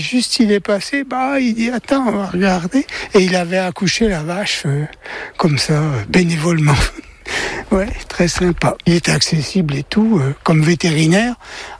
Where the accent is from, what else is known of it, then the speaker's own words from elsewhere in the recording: Bourgogne-Franche-Comté, France; born there; now in Chailly-sur-Armançon, France; le petit village où je suis né, à Tôte exactement. Mes parents venaient le bistrot avec poste à essence.